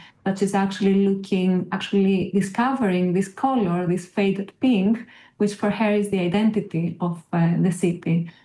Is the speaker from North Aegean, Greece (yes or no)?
no; Athens, Attica, Greece; I come from Athens in Greece